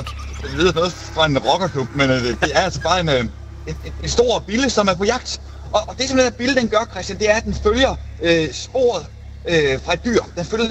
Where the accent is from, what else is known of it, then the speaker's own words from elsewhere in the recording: Funen, Region of Southern Denmark, Denmark; nu er jeg fra Fyn